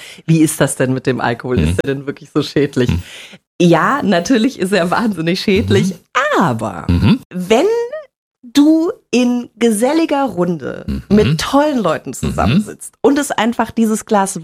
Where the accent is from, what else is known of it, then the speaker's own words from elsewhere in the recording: Bavaria, Germany; Ich komme aus Bayern.